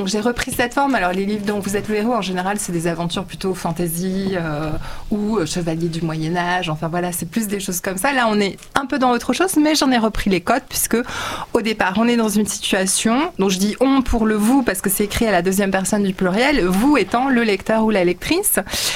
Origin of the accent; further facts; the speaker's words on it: France; donc je suis née en France de parents hongrois.